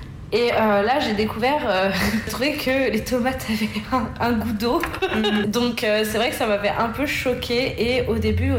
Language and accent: French; France; moved away as an adult; now in Quebec, Canada; Le Québec, en tant que Française